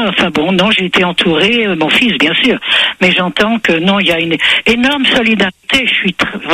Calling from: Brive-la-Gaillarde, Nouvelle-Aquitaine, France; Non, je suis en Corrèze, oui.

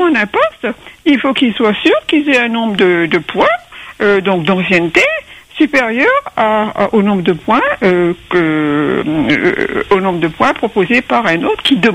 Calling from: Réunion; ici à La Réunion

